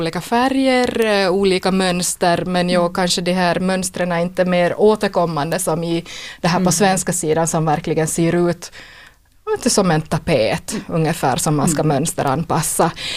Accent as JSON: {"language": "Swedish", "town": "Korsnäs", "region": "Ostrobothnia", "country": "Finland", "tie": "born there", "said": "jag är född i Korsnäs"}